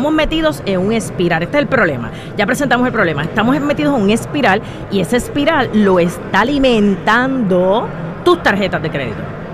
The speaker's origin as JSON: {"language": "Spanish", "town": "Ponce", "country": "Puerto Rico", "said": "Obvio que de Ponce."}